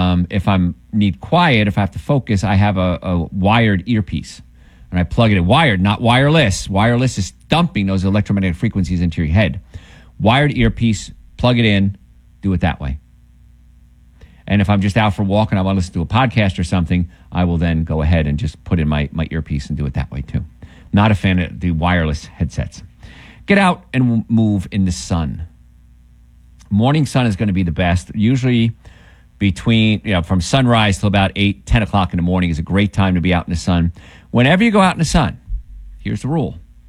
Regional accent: New Jersey, United States; I grew up in New Jersey with the Hudson River there. It wasn't clear water. Not back then, anyway.

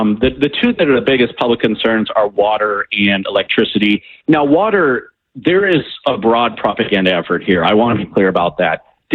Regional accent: Ohio, United States; now in Texas, United States; I grew up in Ohio. I live in Texas now.

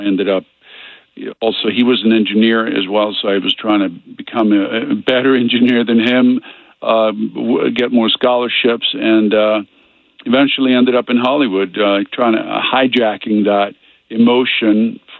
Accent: Stockholm County, Sweden; moved away; my personal journey from Sweden, physical journey, but more so emotional journey, where I grew up outside of Stockholm.

